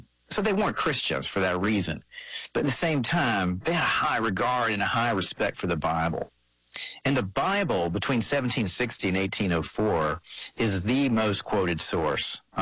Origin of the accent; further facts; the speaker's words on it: Georgia, United States; I'm from Georgia